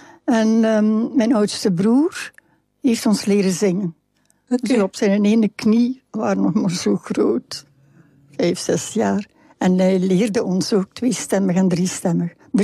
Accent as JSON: {"language": "Dutch", "region": "Flanders", "country": "Belgium", "said": "Ja maar, ik ben een Vlaming."}